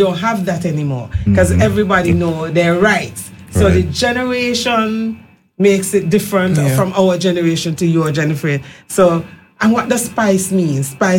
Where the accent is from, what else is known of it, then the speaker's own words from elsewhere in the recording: Montserrat; the generation that we grew up in Montserrat.